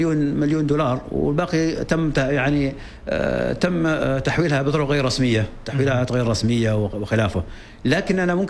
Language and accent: Arabic; Oman; نتكلم عن بلد احنا على سكانه كعمانيين ما يتجاوز 3.5 مليون نسمه،